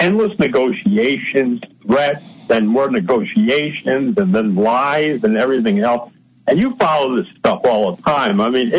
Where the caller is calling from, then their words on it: New York, United States; in New York.